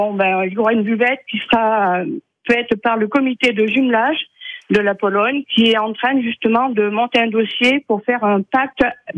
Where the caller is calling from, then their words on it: Montfermy, Auvergne-Rhône-Alpes, France; J'appelle de la commune de Montfermy.